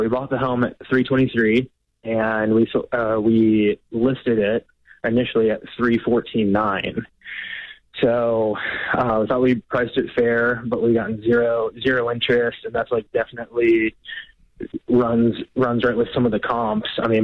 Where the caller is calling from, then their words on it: Dallas, Texas, United States; We live outside of Dallas, Texas. We've been in the home since February 2025.